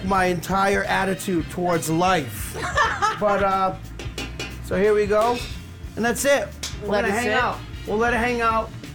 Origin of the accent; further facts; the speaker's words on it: New England, United States; I'm from New England, and there's a big Portuguese culture in New England, Rhode Island, and Southeast Mass. And my mom, big Portuguese, she loves it. She loves the heritage.